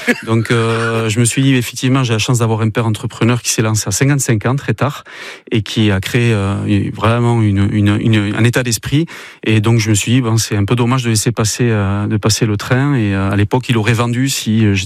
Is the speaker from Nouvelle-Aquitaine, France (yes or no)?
yes; Bidart, Nouvelle-Aquitaine, France; moi, j'ai grandi à Bidart, donc naturellement, il y avait l'océan Atlantique en face.